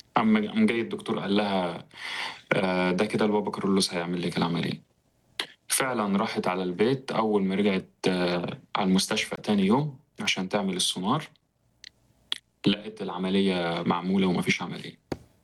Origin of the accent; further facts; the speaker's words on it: Egypt; born there; وأنا اتولدت في مصر من خلفية إسلامية سنية